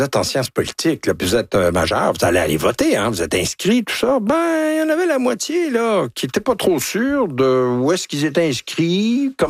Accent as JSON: {"language": "French", "country": "Canada", "said": "Oui, parce que regardez ce qui se passe."}